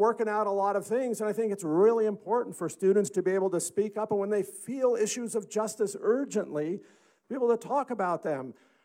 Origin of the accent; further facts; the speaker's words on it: Oregon, United States; moved away; I grew up in Oregon, had gone home to Oregon